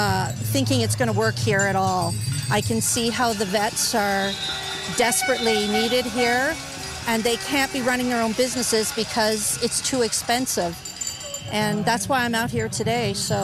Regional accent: Ontario, Canada; now in Oak Hill, Canada; I'm originally from Ontario.

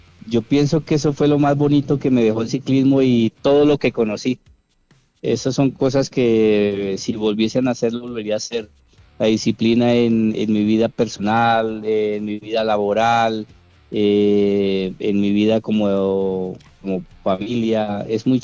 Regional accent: Colombia; nosotros como colombianos

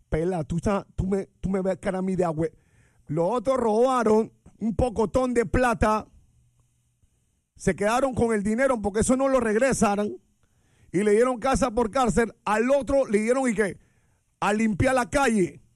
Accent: Panama; Yo soy un humilde panameño que trabajo todos los días.

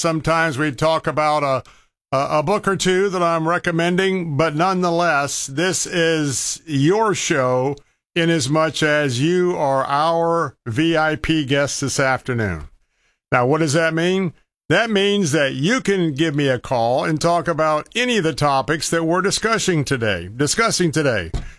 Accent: Tampa, Florida, United States; broadcasting all across Central Florida from our studios in my hometown of Tampa, Florida.

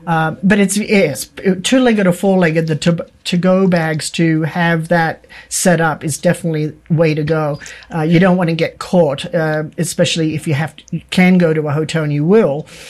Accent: Australia; now in Santa Fe, United States; fire to me, I'm from Australia and it's the land of fire, and fire has always been a big concern.

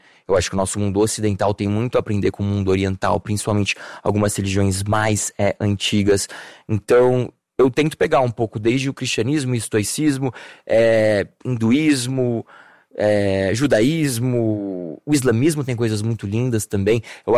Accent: Rio de Janeiro, Brazil; eu amo a minha vida, é muito legal aqui eu crescendo na Vila Militar, por exemplo, mas não é só isso.

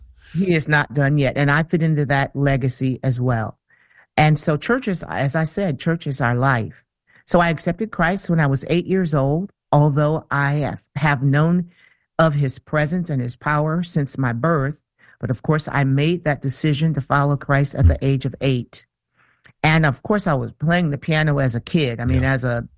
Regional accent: Jackson, Michigan, United States; born there; southern Michigan. And that's where all of my siblings, except for my oldest brother, were born. And so I was born right there in Jackson.

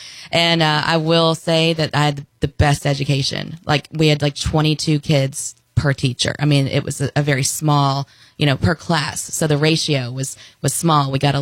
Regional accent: Nashville, Tennessee, United States; I'm from Nashville, and it's such a cool town. Like we were talking about, it's so diverse and it has so many stories.

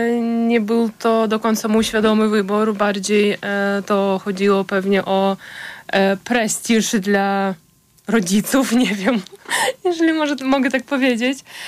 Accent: Znamianka, Kirovohrad Oblast, Ukraine; first language Russian; Polish is a second language; now in Poland; Urodziłam się w małym miasteczku w Ukrainie, dosłownie w centrum Ukrainy

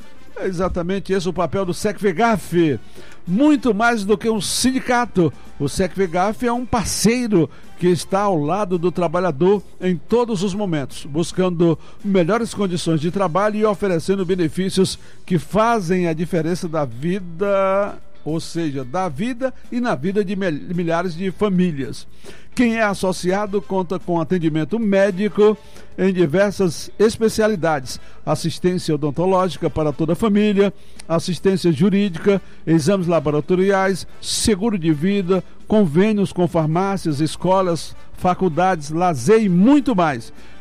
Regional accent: São José do Frade, Ceará, Brazil; Nós somos de São José do Frade, que é um distrito. Agora é Raimundo Martins, mas ele é um distrito de Santa Quitéria, mas é São José do Frade, entendeu?

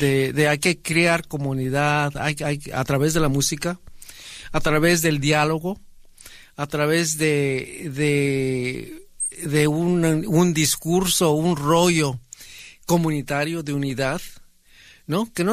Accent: Tequistepec, Oaxaca, Mexico; personal, es algo mixteco, ¿no? Algo indígena, ¿no? Uh-huh. De que nosotros nos definimos como pueblo, y en mi pueblo ahí de Tequistepec es la música lo que nos une

